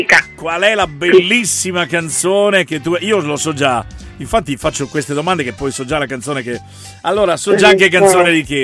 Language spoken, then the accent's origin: Italian; Veneto, Italy; accent: Venetian; voglio parlare spagnolo, invece parlo in dialetto veneto.